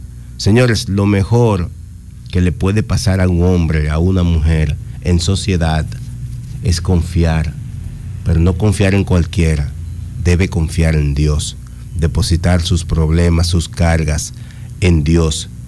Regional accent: Dominican Republic

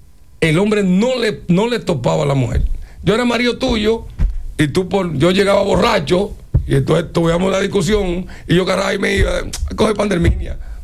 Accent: San Juan de la Maguana, San Juan, Dominican Republic; aunque tengo familia en Santiago, soy sanjuanero

